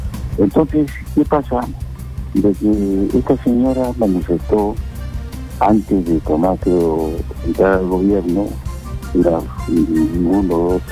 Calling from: Huacho, Lima, Peru; Acá, en la ciudad de Huacho

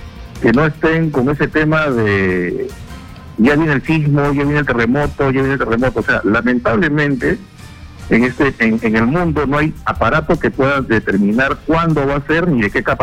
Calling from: Lima, Peru; Juan, te hablo de Surco.

